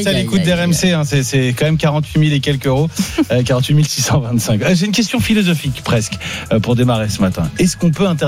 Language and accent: French; Paris, Île-de-France, France; je parle en tant que parisien.